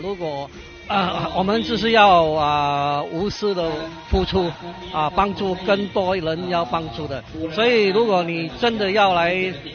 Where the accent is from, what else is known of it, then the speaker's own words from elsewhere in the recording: Singapore; 我是从新加坡来的。